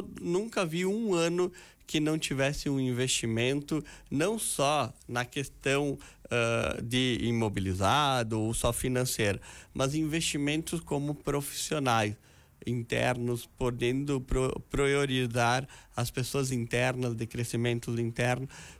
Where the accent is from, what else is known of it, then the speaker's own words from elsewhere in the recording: Bento Gonçalves, Rio Grande do Sul, Brazil; Eu sou natural de Bento Gonçalves.